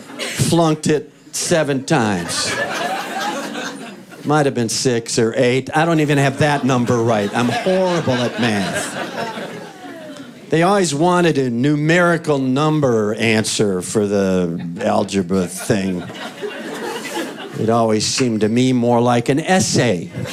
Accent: Wisconsin, United States; I'm originally from Wisconsin.

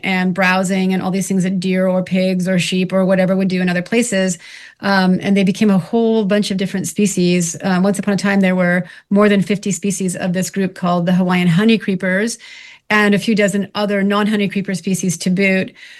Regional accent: British Columbia, Canada; moved away as an adult; also born or lived in Nevada; now in Kauai, United States; I'm from British Columbia, Canada, originally. But for my PhD, I did study a songbird in the deserts of Nevada. And I translated that work into a postdoc in Hawaii

